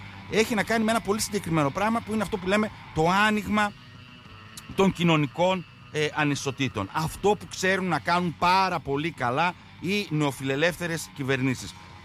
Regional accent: Greece

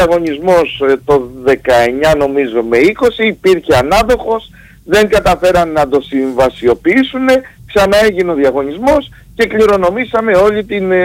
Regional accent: Greece; εμείς ως Έλληνες

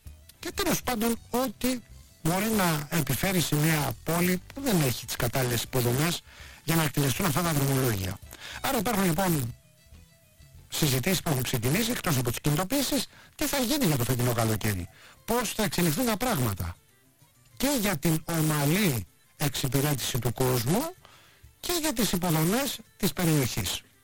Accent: Rafina, Attica, Greece; εκεί στην πατρίδα μου, στο λιμάνι της Τραφίνας

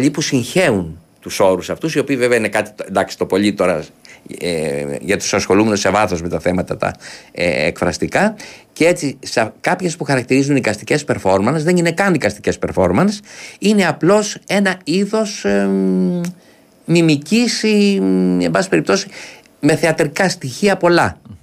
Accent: Greece; ως Έλληνες δημιουργοί και καλλιτέχνες

